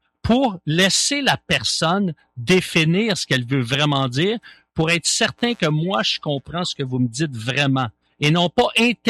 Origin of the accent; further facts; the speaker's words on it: Montreal, Quebec, Canada; Moi, je venais de Montréal, j'habitais à Montréal, j'étais sur l'île de Montréal depuis mon enfance.